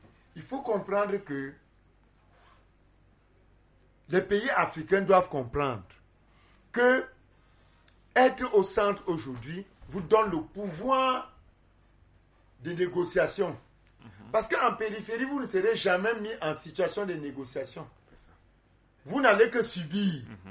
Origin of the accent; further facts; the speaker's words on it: Cameroon; le Cameroun, qui est notre pays